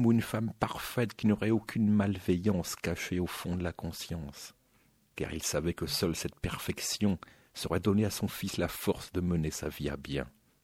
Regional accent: Normandy, France; aujourd'hui, nous allons faire un petit tour là d'où je viens, donc la Normandie.

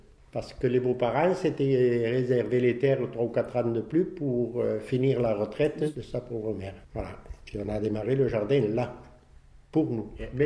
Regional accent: Crespin, Occitanie, France; born there; Je suis né à Crespin, sur le barrage Saint-Géraud.

